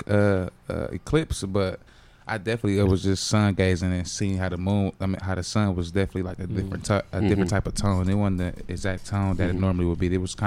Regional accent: Milwaukee, Wisconsin, United States; Oh yeah, I'm from Milwaukee for sure.

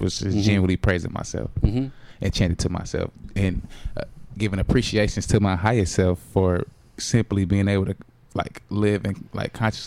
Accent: Milwaukee, Wisconsin, United States; Oh yeah, I'm from Milwaukee for sure.

